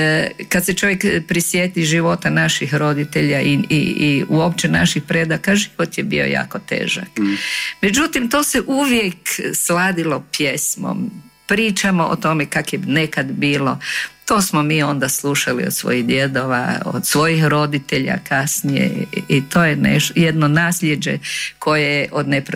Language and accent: Croatian; Zagreb, City of Zagreb, Croatia; born there; also born or lived in Tuhelj, Hrvatsko Zagorje; onda je tu bila relacija stalno Tuhelj-Zagreb, tako. Međutim, ono definitivno sam bila negdje oko 4 godine kad sam u Zagrebu, kad smo se stacionirali u Zagrebu.